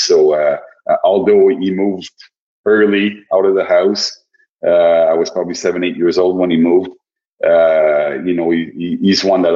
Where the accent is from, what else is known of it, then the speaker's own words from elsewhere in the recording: Laval, Quebec, Canada; I was born in Laval, Quebec. up until 12 years old. You know, Laval has grown into a much bigger city today